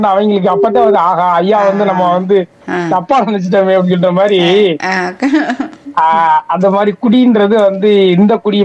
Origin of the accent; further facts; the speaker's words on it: Karaikudi, Tamil Nadu, India; also born or lived in Mannargudi / Paramakudi; என்னுடைய சொந்த ஊர் வந்து எஸ் காரைக்குடி என்ற ஒரு ஊரு, சிற்றூர். நான் முத முதல்ல வேலை பார்த்தது வந்து மன்னார்குடி, அதுக்கப்புறம் வேலை பார்த்தது பரமக்குடி.